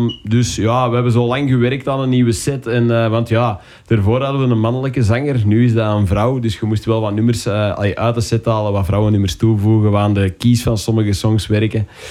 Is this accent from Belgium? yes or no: yes; Kessel, Flanders, Belgium; Wij komen uit Kessel, Beersen.